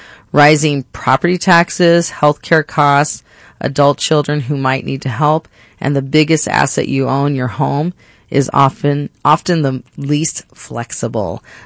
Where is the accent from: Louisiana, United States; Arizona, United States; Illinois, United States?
Arizona, United States; Phoenix; I'm actually a Phoenician. I'm from Arizona, and I've been, went to NAU.